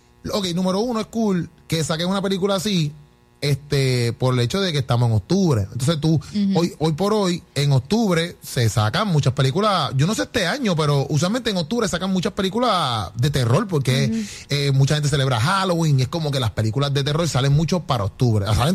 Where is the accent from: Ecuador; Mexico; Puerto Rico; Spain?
Puerto Rico; nosotros como puertorriqueños